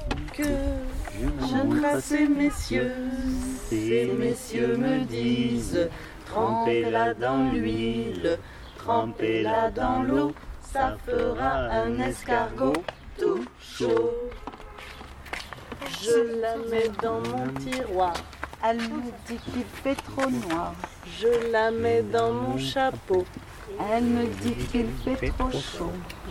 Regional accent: Carmont, France; born there; moi je suis issue des cités, donc moi je suis née à Carmont, bon après j'ai bougé mais je suis née à Carmont

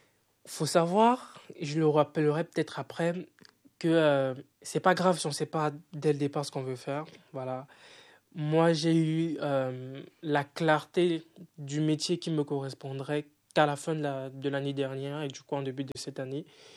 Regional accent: Cameroon; moved away; also born or lived in Tunisia; je suis parti, j'ai quitté le Cameroun assez jeune et j'ai passé 4 ans en Tunisie.

